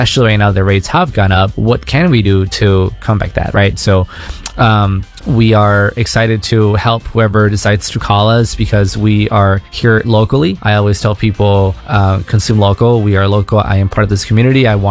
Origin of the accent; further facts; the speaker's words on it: Tucson, Arizona, United States; I grew up here in Tucson. I went to Mountain View High School. I went to U of A.